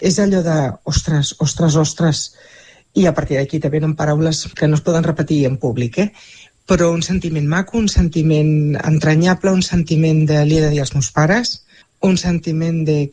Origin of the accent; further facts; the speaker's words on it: Sant Boi de Llobregat, Catalonia, Spain; ser santboiana. Els meus pares, fa 60 i molts anys, van venir a Sant Boi. Podien haver anat a algun altre lloc del món, però van triar Sant Boi. Era el destí que fos Sant Boi. I això m'ha permès néixer